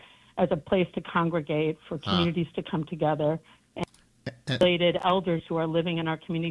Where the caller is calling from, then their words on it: Brooklyn, New York, United States; Actually, I'm calling from Bed-Stuy, Brooklyn